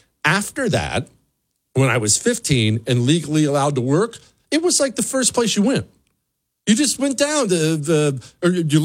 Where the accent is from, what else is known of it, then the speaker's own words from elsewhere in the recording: Bozeman, Montana, United States; I grew up in Bozeman, which was small back then. It's way bigger now and kind of got ruined, but small back then